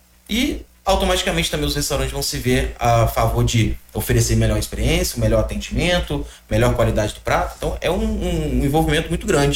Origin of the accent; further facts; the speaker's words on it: Muriaé, Minas Gerais, Brazil; Eu sou mineiro, sou de Muriaé, eu sou muriense, né?